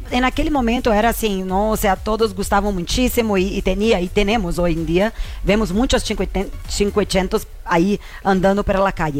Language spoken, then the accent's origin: Spanish; Italy; Spanish is a second language; Estoy movimentando mucho aquí, soy muy italiano.